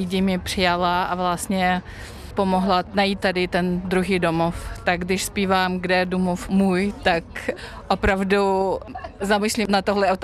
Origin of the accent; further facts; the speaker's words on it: Belarus; Czech is a second language; moved away as an adult; also born or lived in Olomouc; now in Czech Republic; Já pocházím z Běloruska a bydlím v Česku už přes 16 let.